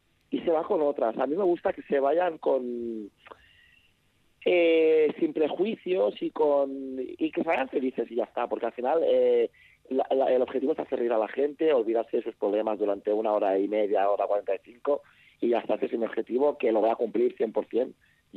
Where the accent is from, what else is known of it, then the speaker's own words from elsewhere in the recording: Mataró, Catalonia, Spain; la multiculturalidad que hay en mi barrio, de donde yo soy, en una ciudad que se llama Mataró